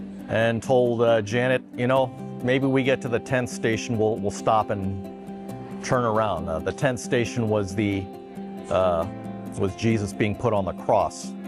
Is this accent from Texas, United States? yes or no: no; Kansas City, Missouri, United States; I'm from Kansas City, Missouri.